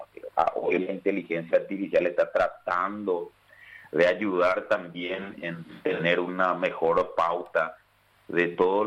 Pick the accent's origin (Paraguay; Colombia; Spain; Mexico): Paraguay; paraguayos somos muy particulares.